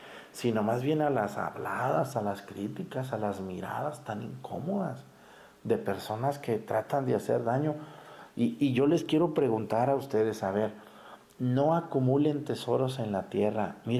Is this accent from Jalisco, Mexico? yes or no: yes; Mexticacán, Jalisco, Mexico; Yo, ahí en mi pueblo, en Mestigacán, la casa de mis abuelos era parte de una hacienda muy antigua